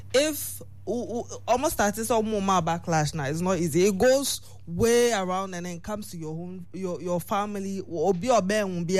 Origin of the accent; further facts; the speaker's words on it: South Africa; Because, oh, as a South African artist, over here